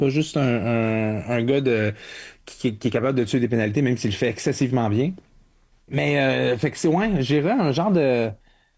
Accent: Montreal, Quebec, Canada; born there; Ben moi, je suis né à Montréal, fait que j'étais un peu brainwashed.

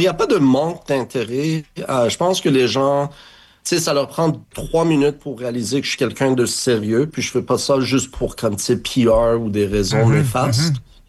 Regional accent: Montreal, Quebec, Canada; le fait que moi, je suis Montréalais, je suis Québécois, je suis ici, je suis bilingue

